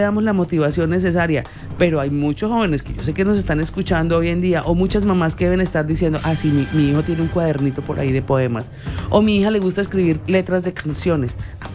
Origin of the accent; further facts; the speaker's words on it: Huila, Colombia; yo soy del Huila